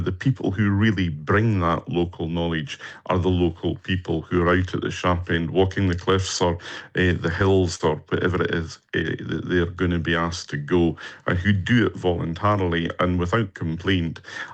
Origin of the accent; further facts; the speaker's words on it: Islay, Scotland, United Kingdom; I was born and brought up on Isla.